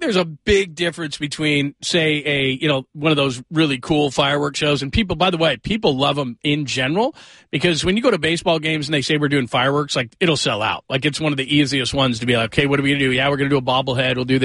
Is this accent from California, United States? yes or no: yes; California, United States; I grew up in California, and so we would do it on our little block